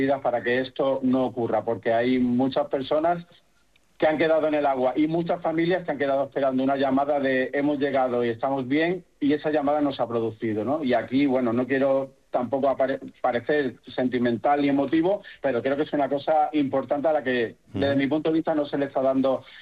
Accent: Málaga, Andalusia, Spain; born there; now in Salamanca, Spain; Físicamente me encuentro en Salamanca, aunque yo, bueno, soy malagueño de nacimiento y tengo familia en Melilla

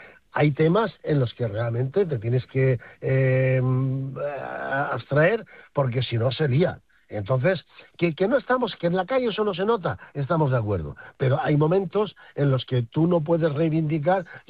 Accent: Villanueva de la Serena, Extremadura, Spain; now in Catalonia, Spain; Villanueva de la Serena, que es mi pueblo natal

